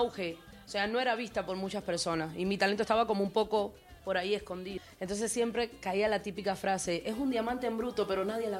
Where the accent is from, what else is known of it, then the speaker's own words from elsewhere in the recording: Consolación del Sur, Pinar del Río, Cuba; Soy pinareña, directamente desde Cuba, la tierra de … Consolación del Sur.